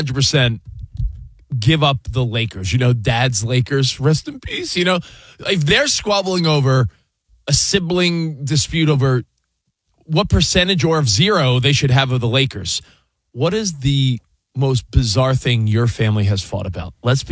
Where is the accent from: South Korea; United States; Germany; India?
United States; New Jersey; Dude, I had so many friends growing up in Jersey where you didn't walk through the front.